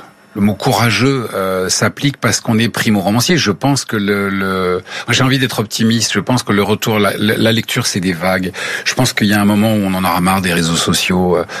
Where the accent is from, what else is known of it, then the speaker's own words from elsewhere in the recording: France; now in United States; je suis français, enfin, vous voyez, de cœur et d'adoption, et je suis devenu américain de cœur et d'adoption